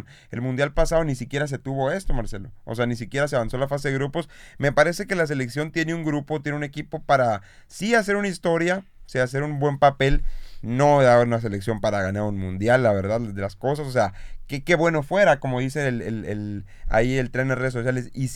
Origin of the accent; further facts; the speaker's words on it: Mexico